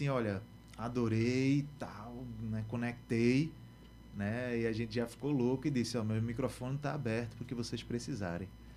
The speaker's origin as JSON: {"language": "Portuguese", "town": "Recife", "region": "Pernambuco", "country": "Brazil", "said": "A gente é aqui de Recife"}